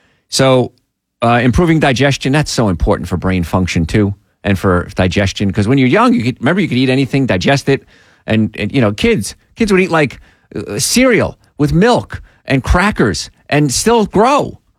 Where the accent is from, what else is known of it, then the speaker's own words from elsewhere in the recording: New Jersey, United States; growing up in New Jersey in the toxic, I grew up in a place called the Cancer Belt.